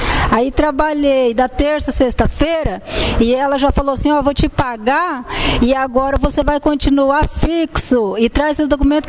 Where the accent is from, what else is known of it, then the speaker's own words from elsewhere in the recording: Jandaia do Sul, Paraná, Brazil; Jandaia do Sul.